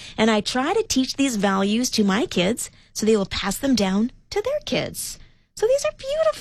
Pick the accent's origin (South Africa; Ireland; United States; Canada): Canada; as a Canadian